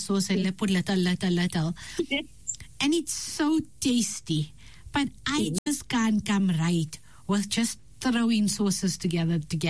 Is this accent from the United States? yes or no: no; Hama, Hama Governorate, Syria; So you remind me of someone I grew up with in Hama.